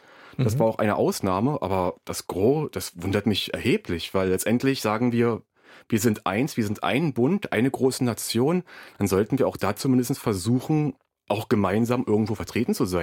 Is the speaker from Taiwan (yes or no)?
no; Brandenburg, Germany; Ich sag so, wo kommen Sie denn her? Ich sag so, aus Brandenburg.